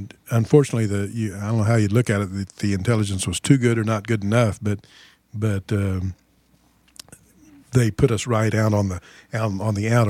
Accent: United States; I was with a group of Vietnamese troops, and I was obviously saying, I'm the American, I control things, shoot me

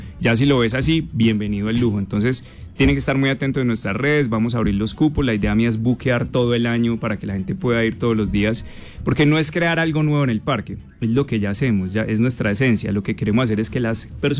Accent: Pereira, Risaralda, Colombia; somos todos los pereiranos los dueños de Ucumarí.

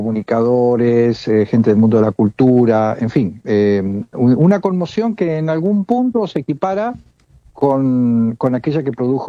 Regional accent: La Plata, Buenos Aires Province, Argentina; yo soy platense

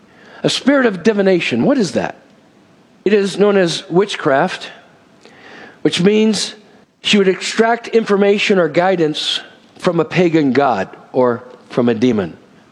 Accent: West Covina, California, United States; born or raised there

